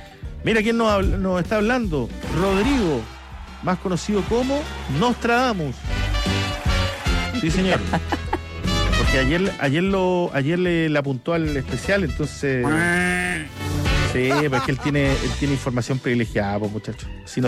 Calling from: Pichilemu, O'Higgins, Chile; Hola, Mario … de Pichilemu, que mira, gran programa.

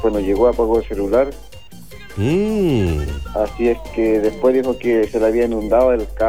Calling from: Freire, Araucanía, Chile; De acá, de Freire

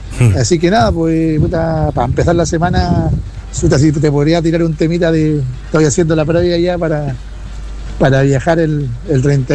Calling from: Purranque, Los Lagos, Chile; saludos acá desde el sur de Chile, de Comuna Purranque.

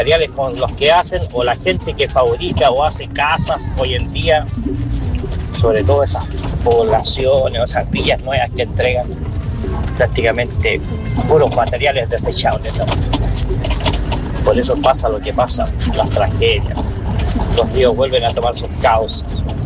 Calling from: Bulnes, Ñuble, Chile; Buen día, Radio Cariñosa de acá de Bulnes, Alfredo.

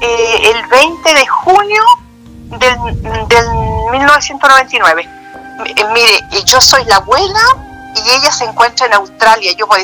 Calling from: Coyhaique, Aysén, Chile; Yo hablo de aquí, de Coyhaique.

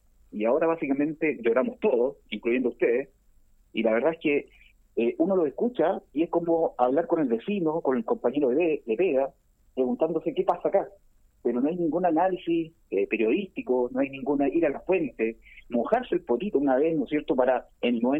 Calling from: Talca, Maule, Chile; acá de Talca Centro.

